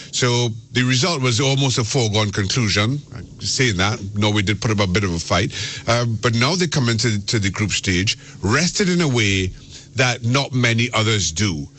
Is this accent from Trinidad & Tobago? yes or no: yes; Trinidad & Tobago; You mentioned I'm from Trinidad and Tobago, so I grew up playing against the U.S. at junior national levels.